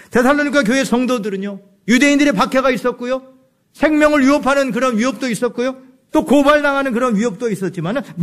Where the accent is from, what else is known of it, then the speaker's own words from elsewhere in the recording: South Korea; 저는 순수한 토종 한국인인데